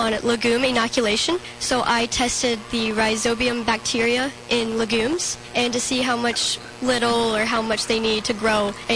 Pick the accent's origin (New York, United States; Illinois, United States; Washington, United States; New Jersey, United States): Illinois, United States; New Baden; I am from New Baden, Illinois, in Clinton County.